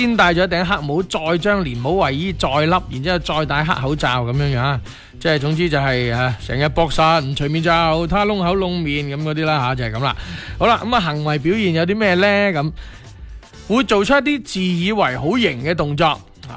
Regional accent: Guangdong, China; 对于我哋广东人嚟讲咧，尤其广佛两地嚟讲咧

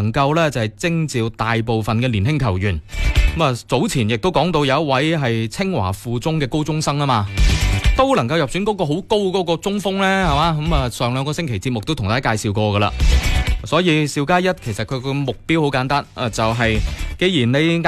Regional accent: Guangzhou, Guangdong, China; 其实咧即系以前我细个仲有东山区噶嘛，但系依家东山咧就已经并入咗越秀区

